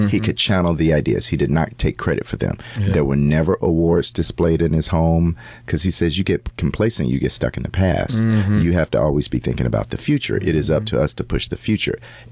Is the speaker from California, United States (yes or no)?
no; Atlanta, Georgia, United States; I'm from Atlanta, Georgia.